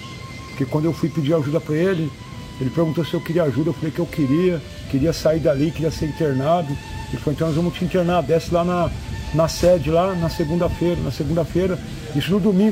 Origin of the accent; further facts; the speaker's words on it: Rio de Janeiro, Brazil; porque eu vim do Rio de Janeiro, e a minha família aqui em São Paulo